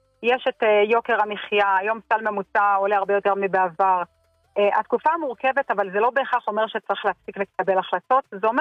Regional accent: Northern Israel, Israel; זה מה שקורה אצלנו בצפון.

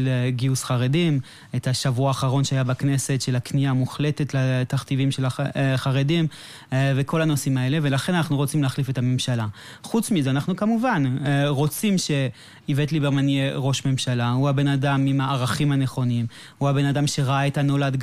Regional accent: Canada; now in Israel; אני כקנדי דובר גם צרפתית וגם דובר אנגלית.

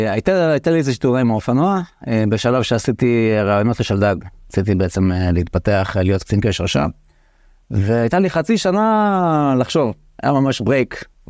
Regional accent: Hadera, Haifa District, Israel; גדלתי בחדרה.

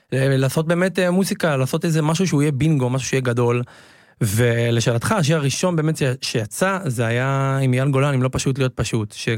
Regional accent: the south, Israel; אני מהדרום

